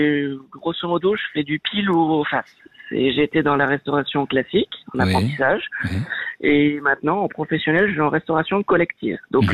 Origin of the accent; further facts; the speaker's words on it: France; Moi, je suis de nationalité française, je suis français